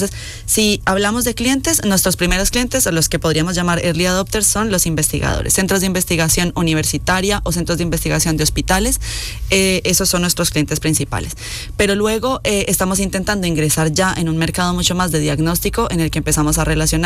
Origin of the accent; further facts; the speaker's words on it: Colombia; Yo en Colombia había tenido la oportunidad de trabajar, porque yo soy colombiana